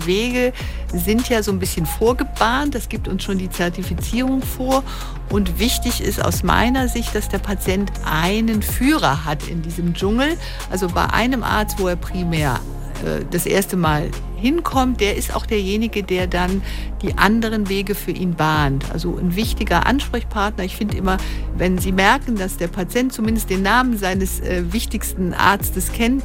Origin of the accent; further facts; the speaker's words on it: Rhineland, Germany; Dann wünsche ich mir als Rheinländerin